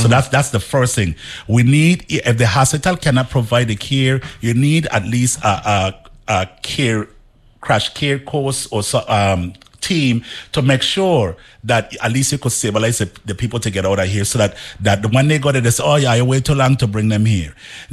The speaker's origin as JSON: {"language": "English", "town": "Frederiksted", "region": "St. Croix", "country": "U.S. Virgin Islands", "said": "I'm from Frederickstead."}